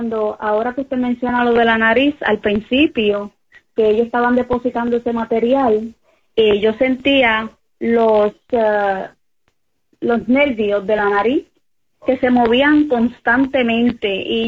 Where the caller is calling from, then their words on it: Guayama, Puerto Rico; Yo soy aquí, resido en la comunidad de Cimarrona.